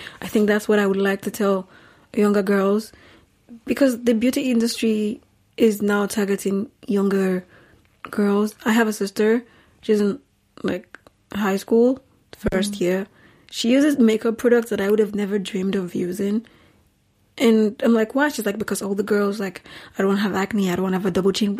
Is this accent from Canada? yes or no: no; Nigeria; born or raised there; moved away